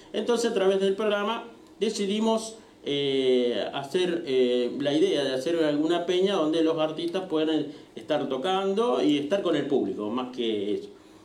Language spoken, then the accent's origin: Spanish; San Justo, Argentina; nosotros que somos de San Justo